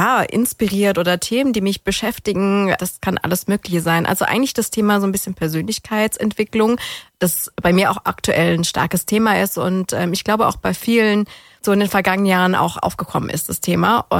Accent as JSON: {"language": "German", "town": "Ulm", "region": "Baden-Württemberg", "country": "Germany", "lives_now": "Kornwestheim, Germany"}